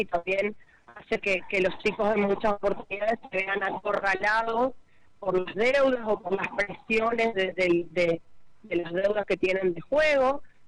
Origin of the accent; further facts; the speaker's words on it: Argentina; somos todos los argentinos